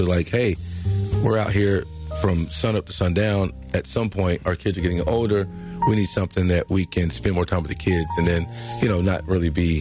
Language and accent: English; Charlotte, North Carolina, United States; So we're all from the Charlotte area. Troutman, Lake Norman, the Charlotte area.